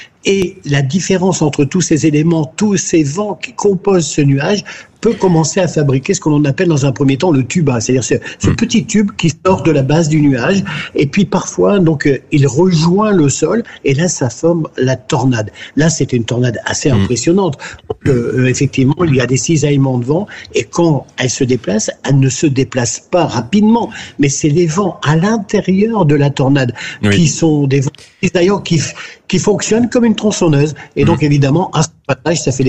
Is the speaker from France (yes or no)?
yes; France; chez nous, en France